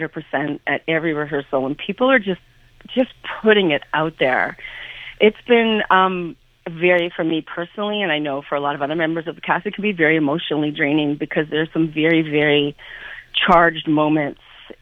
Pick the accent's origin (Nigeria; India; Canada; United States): Canada; I'm Canadian